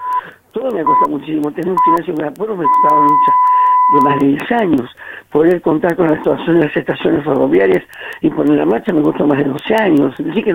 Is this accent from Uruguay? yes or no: no; Santa Cruz, Argentina; y pienso como Santa Cruceña.